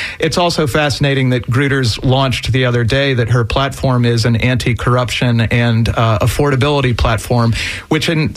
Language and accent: English; Florida, United States; Third generation Floridian family moved to Bradenton in the early 1950s. I grew up in Sarasota and Manatee counties.